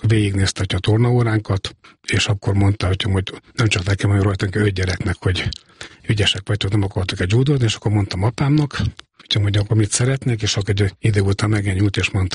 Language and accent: Hungarian; Miskolc, Borsod-Abaúj-Zemplén, Hungary; born there; Miskolcon születtem 1965-ben